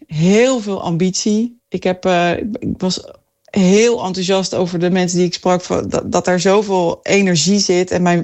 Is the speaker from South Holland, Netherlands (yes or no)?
no; Veendam, Groningen, Netherlands; moved away as an adult; also born or lived in Randstad; ik kom uit Veendam.